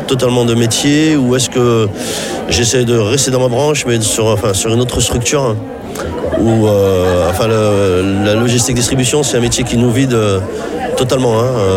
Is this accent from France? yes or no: yes; Saint-Étienne, Auvergne-Rhône-Alpes, France; je suis natif de Saint-Étienne. Ma vie, elle est là. Ma vie professionnelle, je l'ai faite ici. Ma vie personnelle, à 56 ans